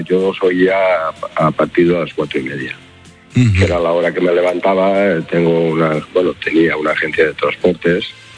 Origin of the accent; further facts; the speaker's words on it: Valencia, Valencian Community, Spain; Ella, al ser catalana, y yo soy de aquí de Valencia